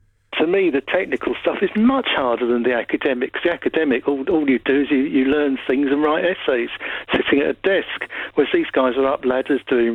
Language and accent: English; Finchley, London, United Kingdom; I grew up in Finchley with a swimming pool, the outdoor swimming pool.